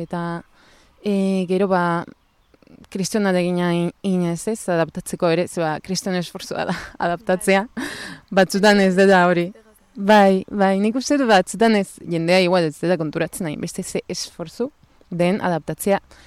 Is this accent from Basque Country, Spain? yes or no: no; Cádiz, Andalusia, Spain; lortu zuten pues establezitzea Andaluzian eta hor jaio ginen gu ni ta nere izpa. Eta Kadizen egon ginen bizitzen